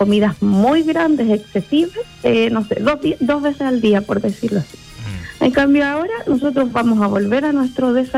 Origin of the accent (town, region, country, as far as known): Chile